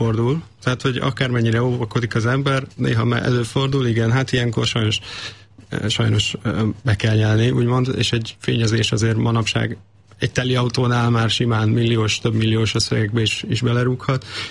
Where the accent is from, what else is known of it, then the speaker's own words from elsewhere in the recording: Hungary; Nyilván magyarok vagyunk